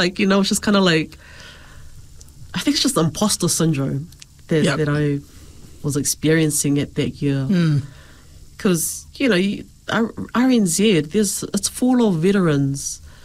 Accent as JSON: {"language": "English", "region": "Auckland", "country": "New Zealand", "tie": "born or raised there", "said": "I grew up in East Auckland."}